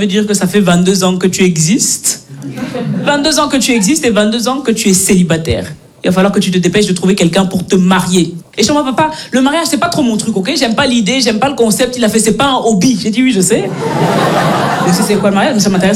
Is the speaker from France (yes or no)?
no; Belgium; Moi, je suis née, j'ai grandi en Belgique, mes parents sont nés, ils ont grandi au Cameroun.